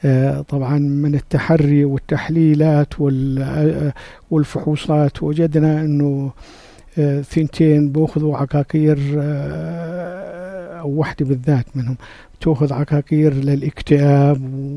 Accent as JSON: {"language": "Arabic", "country": "Jordan", "said": "جريمة حصلت عندنا في الأردن قبل سنوات،"}